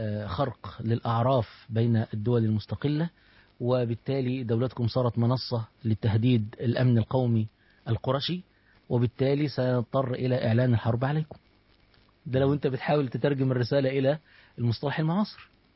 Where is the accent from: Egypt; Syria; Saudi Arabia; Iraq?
Egypt; احنا عندنا في مصر